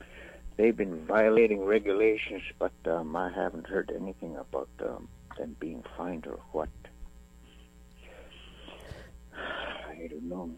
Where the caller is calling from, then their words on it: Kasigluk, Alaska, United States; I'm calling from Kasiguk